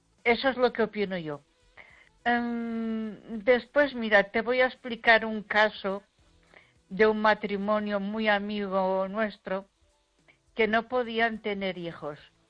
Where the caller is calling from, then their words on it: Ponferrada, Castile and León, Spain; de Ponferrada.